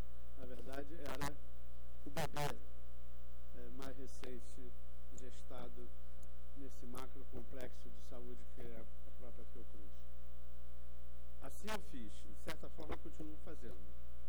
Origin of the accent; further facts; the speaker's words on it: Rio de Janeiro, Brazil; devo dizer que sou apenas um ex-rapaz latino-americano, porque eu já não sou um rapaz, mas sou latino-americano, com pouco dinheiro no banco, sem parentes importantes e vindo do interior de um bairro periférico da longínqua cidade maravilhosa.